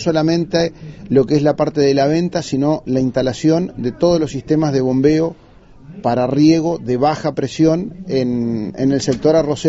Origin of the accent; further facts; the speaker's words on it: Argentina; nosotros como argentinos